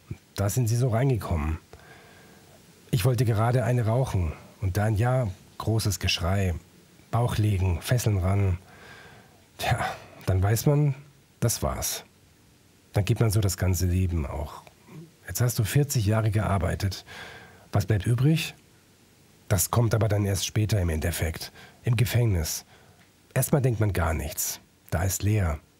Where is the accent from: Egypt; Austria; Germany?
Germany; Vielleicht sind wir Deutsche leicht zu knacken für die Holländer.